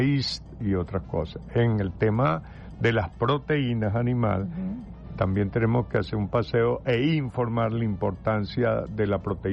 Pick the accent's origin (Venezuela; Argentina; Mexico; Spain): Venezuela; Guárico; Porque como somos llaneros, en mi casa se consumía mucha carne bovina.